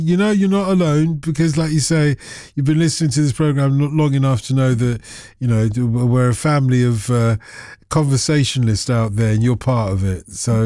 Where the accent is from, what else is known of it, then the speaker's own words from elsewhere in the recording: United Kingdom; I like, you know, we're British, so we deflect away from all the praise.